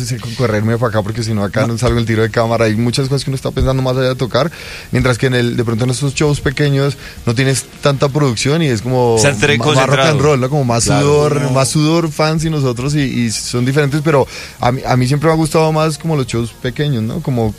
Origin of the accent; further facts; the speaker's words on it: Colombia; somos colombianos